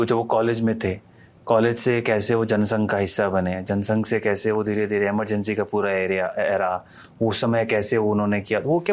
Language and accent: Hindi; Rajasthan, India; moved away; क्योंकि मैं वहाँ से हूँ. तो वो मेरे लिए बहुत आसान था क्योंकि मैंने वो जीवन बहुत करीब से देखा है, जिया है, मैं पला बड़ा हूँ वहाँ पे.